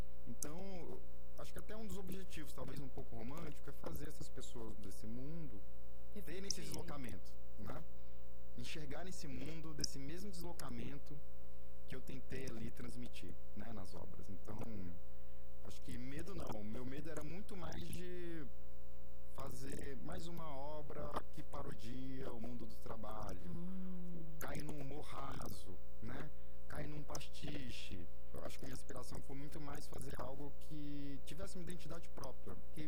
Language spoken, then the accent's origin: Portuguese; Fortaleza, Ceará, Brazil; moved away; also born or lived in São Paulo; eu sou meio cearense, meio de descendência japonesa. Eu me considero fortalezense, mas nasci em São Paulo, vim muito novo para Fortaleza.